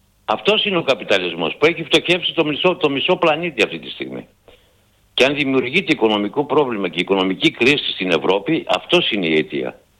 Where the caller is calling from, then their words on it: Greece; την πατρίδα μου